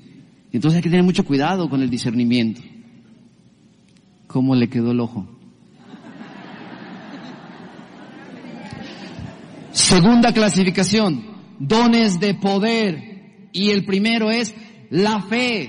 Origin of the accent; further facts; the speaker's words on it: Mexico; En el año 90 yo regresé a México después de estar aquí 1 año y medio